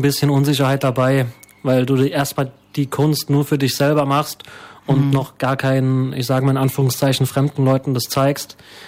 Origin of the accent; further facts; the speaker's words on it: Ludwigshafen, Rhineland-Palatinate, Germany; Genau, also ich komme aus Ludwigshafen, also auch der Delta-Kreis genannt.